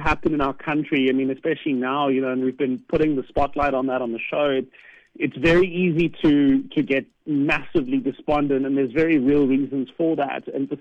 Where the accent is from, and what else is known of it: South Africa